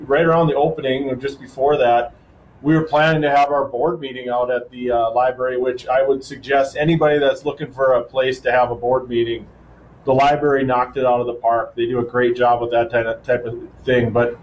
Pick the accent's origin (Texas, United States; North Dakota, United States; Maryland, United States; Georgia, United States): North Dakota, United States; I'm born and raised in Western North Dakota. I've spent a lot of time in the Badlands